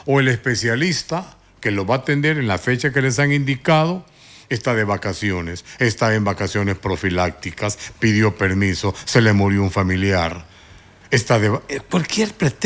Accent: Honduras; la situación que estamos pasando los hondureños.

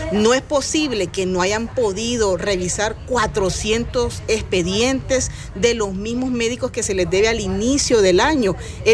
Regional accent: Honduras; como pueblo hondureño que somos

